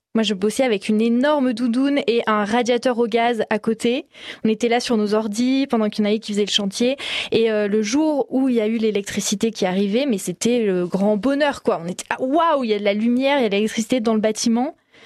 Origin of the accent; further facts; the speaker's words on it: Valence, Auvergne-Rhône-Alpes, France; now in Ardèche, France; Alors moi, j'ai grandi à Valence. C'est pas très loin, mais je suis plutôt team drômoise, même si maintenant je suis aussi ardéchoise dans mon cœur, bien sûr.